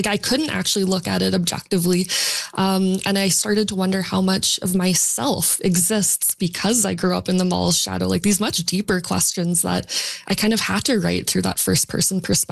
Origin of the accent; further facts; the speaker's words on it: Edmonton, Alberta, Canada; moved away as an adult; also born or lived in Vancouver; And then through introducing myself to people, I would say that I'm from Edmonton and kind of seemed like the only thing that people knew about where I came from was this big mall.